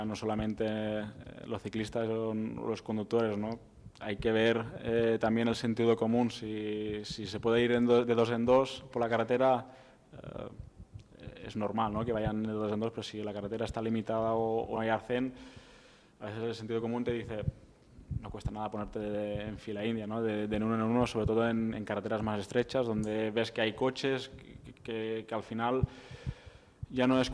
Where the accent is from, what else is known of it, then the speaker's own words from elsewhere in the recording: Balearic Islands, Spain; now in Mallorca, Spain; yo te tengo que decir que yo soy de Menorca, y cuando vine aquí por primera vez aquí en Mallorca